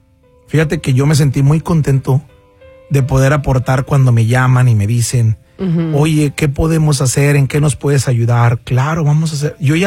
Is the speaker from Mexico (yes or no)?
yes; Mexico; Pero bueno, güerita, uno como mexicano se las tenía que recordar, güerita.